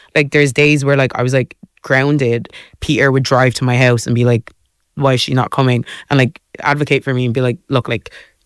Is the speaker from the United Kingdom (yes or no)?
no; Ireland; moved away as an adult; I'm the Irish girl.